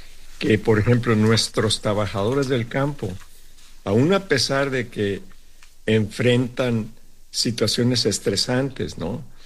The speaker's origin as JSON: {"language": "Spanish", "region": "Sinaloa", "country": "Mexico", "said": "pues en los dichos de Yo Soy de Sinaloa, le puedo decir que usamos lo de aguanta vara"}